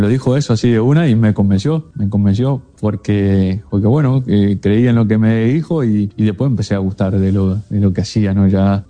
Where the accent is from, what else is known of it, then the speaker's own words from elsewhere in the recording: Rivera, Uruguay; now in Montevideo, Uruguay; yo lo aprendí cuando llegué de Rivera a Montevideo. Me había costado un poco más